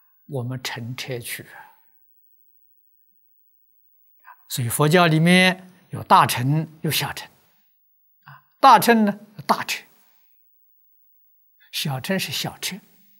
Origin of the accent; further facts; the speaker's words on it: Nanjing, Jiangsu, China; born there; 我小时候在南京念书啊